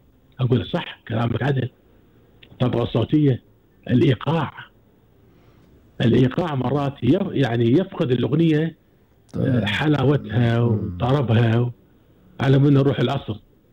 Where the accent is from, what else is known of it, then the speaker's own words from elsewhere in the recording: Kuwait; عندنا في الكويت